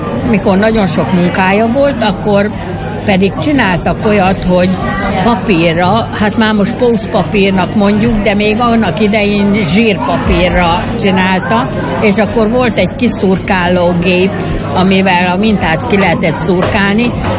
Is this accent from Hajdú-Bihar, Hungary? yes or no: yes; Furta, Hajdú-Bihar, Hungary; Furtáról. Én Furtán is születtem.